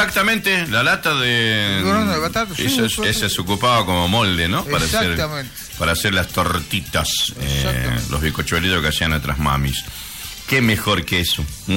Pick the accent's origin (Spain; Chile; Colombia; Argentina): Argentina; Campo Santo, Salta; moved away; como camposanteño que somos